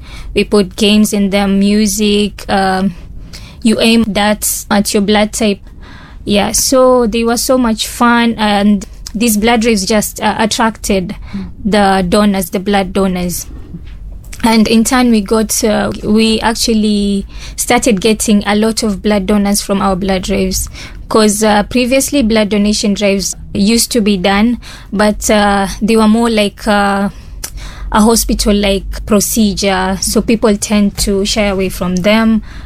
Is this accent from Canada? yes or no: no; Mombasa, Mombasa County, Kenya; I am born and bred in Mombasa, studies in Mombasa. Basically, most things are just here in Mombasa.